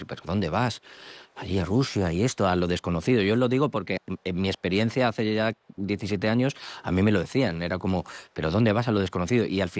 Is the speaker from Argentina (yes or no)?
no; Spain; Yo como español también lo digo